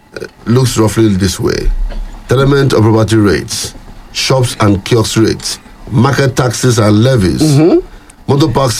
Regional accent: Nigeria; I'm a Nigerian, Nigerian survive.

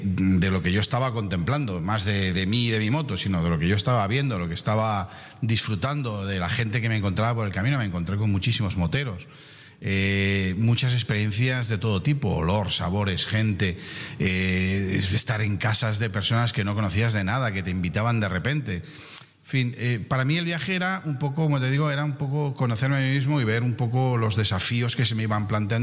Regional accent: Valencian Community, Spain; moved away as an adult; also born or lived in Indonesia; siendo valenciano.

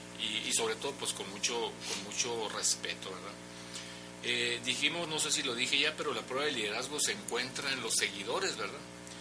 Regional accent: Sonora, Mexico; aquí los norteños somos más dados, yo que soy de Sonora, ¿verdad?, a ser más directos.

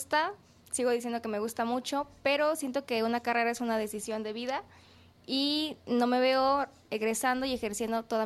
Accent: Chiapas, Mexico; moved away; Del estado de Chiapas.

